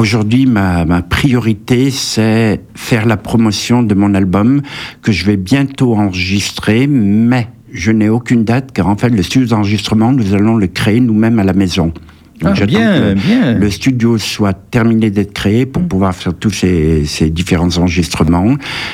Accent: Kabylie, Algeria; moved away; je suis berbère d'origine, je suis kabyle. Et en septembre 2024, je suis retourné dans mon village natal, que je n'avais pas vu depuis 37 ans.

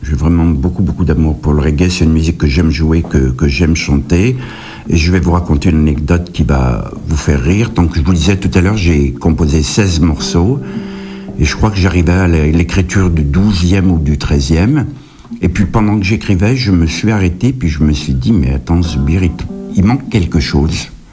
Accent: France; also born or lived in Kabylie; J'ai grandi en France, j'en ai bien sûr fait mon pays, mais j'ai gardé beaucoup d'influence de mes racines.

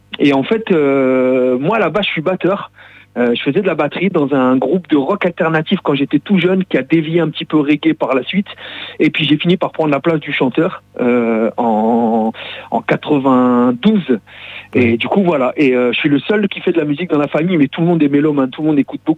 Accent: Lille, Hauts-de-France, France; je viens de Lille moi à la base, hein, je suis ch'timi, donc on a beaucoup beaucoup tourné avec ce groupe-là.

